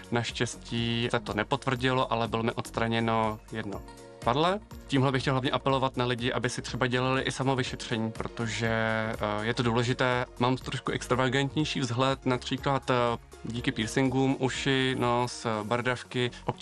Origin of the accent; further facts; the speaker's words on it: Prague, Czechia; jsem z Prahy, rád sleduju seriály, hraju hry